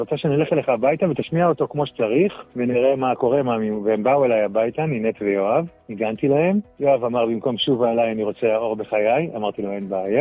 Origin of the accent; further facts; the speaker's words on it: Rehovot, Central District, Israel; אני גדלתי ברחובות, ילד טוב רחובות